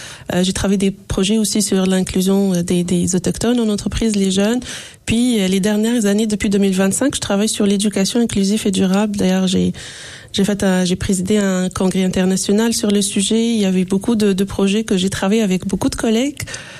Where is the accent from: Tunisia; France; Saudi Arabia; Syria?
Tunisia; moved away as an adult; now in Mascouche, Canada; Je suis née en Tunisie.